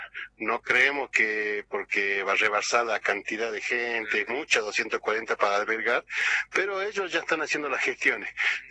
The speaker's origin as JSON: {"language": "Spanish", "town": "La Quiaca", "region": "Jujuy", "country": "Argentina", "said": "que somos de la Quiaca, que somos de la prelatura."}